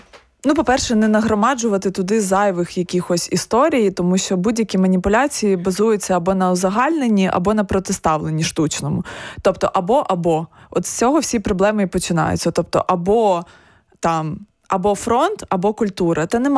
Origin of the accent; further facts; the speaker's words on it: Kyiv, Ukraine; там в моєму рідному Києві знищено і продовжує нищитися така величезна кількість історичних споруд і пам'ятників